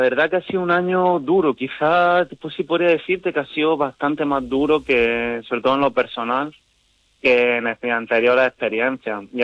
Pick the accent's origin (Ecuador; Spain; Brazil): Spain; El Ejido, Andalusia; Ver el equipo de mi ciudad, el equipo de mi tierra, donde también he tenido la suerte de trabajar